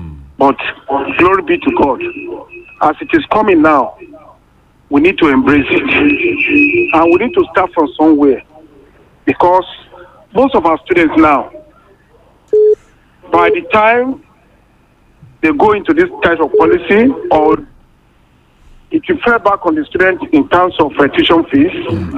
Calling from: Ifon, Ondo, Nigeria; from Ifon.

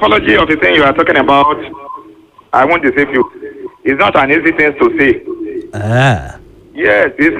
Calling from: Ondo, Nigeria; from Margate Akoko.

